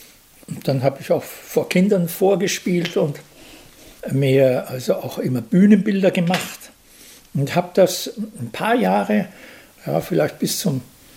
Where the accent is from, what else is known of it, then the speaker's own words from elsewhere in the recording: Vienna, Austria; dass ich Wiener bin. Ich bin ja auch in Wien geboren, ja. Also ich fühle mich tatsächlich immer noch als Wiener, nicht? Und das ist meine Heimat